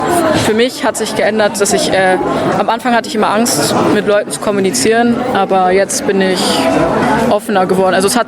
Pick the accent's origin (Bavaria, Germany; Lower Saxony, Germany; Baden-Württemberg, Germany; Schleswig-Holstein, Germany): Schleswig-Holstein, Germany; Norderstedt; Also wir kommen aus Norderstedt, Hamburg.